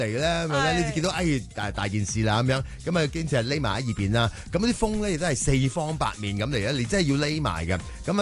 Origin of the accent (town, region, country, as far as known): Hong Kong